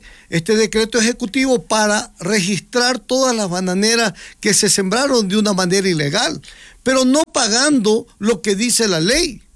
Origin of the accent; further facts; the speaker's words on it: Ecuador; nosotros no nos oponemos porque somos ecuatorianos pensantes y nos preocupamos por nuestro país